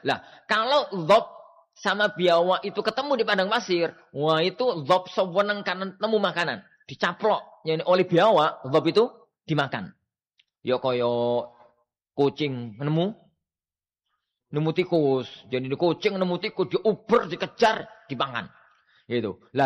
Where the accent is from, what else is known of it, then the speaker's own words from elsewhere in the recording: Java, Indonesia; kita orang Jawa dengan keberadaan kita bahwasanya kita adalah orang Muslim.